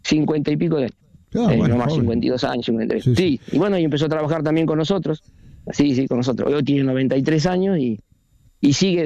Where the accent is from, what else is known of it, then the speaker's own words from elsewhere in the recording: Bahía Blanca, Buenos Aires Province, Argentina; born there; moved away as an adult; now in Viedma, Argentina; hace 35 años más o menos que llegamos a la ciudad de Viedma. Nosotros somos nacidos en Bahía Blanca, a 300 kilómetros de acá.